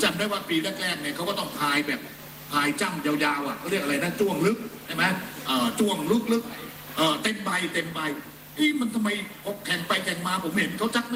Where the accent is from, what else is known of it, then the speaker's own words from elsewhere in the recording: Chanthaburi, Thailand; ผมเกิดที่ริมน้ำจังหวัดจันทบุรีแล้วก็ผูกพันกับสายน้ำนะผมยังจำได้ว่าตอนเด็กๆเนี่ยก็ไปเชียร์เรือนะ